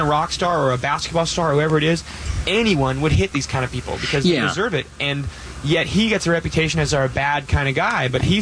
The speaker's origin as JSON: {"language": "English", "town": "Oakland", "region": "California", "country": "United States", "tie": "born or raised there", "said": "I grew up in Oakland, so I listened to a lot of, you know"}